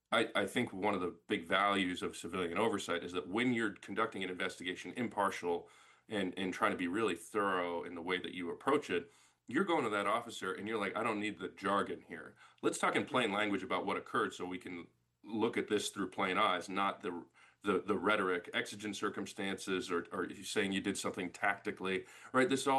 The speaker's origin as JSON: {"language": "English", "town": "Oakland", "region": "California", "country": "United States", "tie": "born or raised there", "moved": "yes", "lives_now": "New York, United States", "said": "And I grew up in Oakland"}